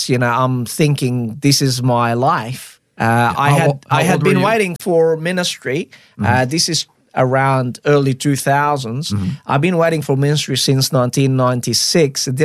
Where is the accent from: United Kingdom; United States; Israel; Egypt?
Egypt; first language Arabic; English is a second language; now in Australia; I grew up speaking Arabic in Egypt.